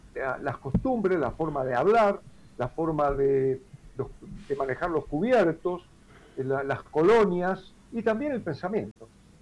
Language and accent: Spanish; Bahía Blanca, Buenos Aires Province, Argentina; Yo nací en Bahía Blanca, como ustedes saben, y me crié en un barrio que se llama Villa Mitre, ahí empecé a jugar.